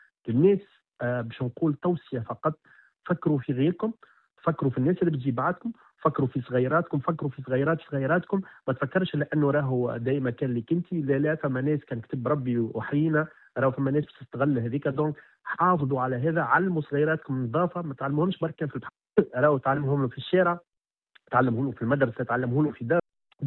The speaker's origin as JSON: {"language": "Arabic", "town": "Mahdia", "region": "Mahdia Governorate", "country": "Tunisia", "said": "إني الحقيقة من مدينة المهدية"}